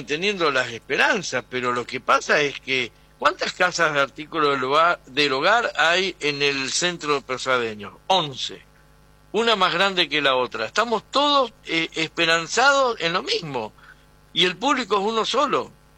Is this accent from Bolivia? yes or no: no; Argentina; no solo como argentino, sino como comerciante.